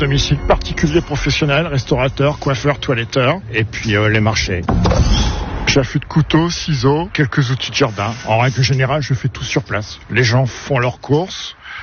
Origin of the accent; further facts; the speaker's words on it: Corbie, Hauts-de-France, France; Je suis à Corbie, je suis d'ici.